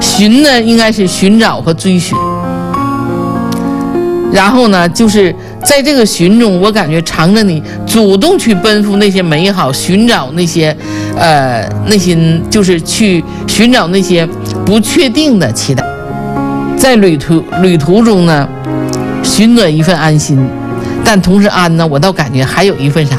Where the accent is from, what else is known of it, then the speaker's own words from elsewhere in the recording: Northeast China, China; 这个膈应应该是我们东北人的哈，东北人的一个是不是方言呢？